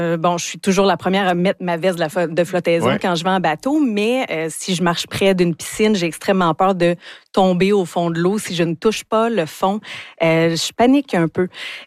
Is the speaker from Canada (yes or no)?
yes; Val-d'Or, Quebec, Canada; born there; Je suis née à Val-d'Or.